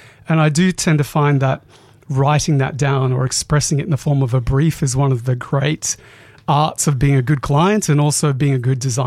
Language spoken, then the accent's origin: English; Queensland, Australia; also born or lived in Kuranda / Mareeba; But honestly, I grew up mainly in North Queensland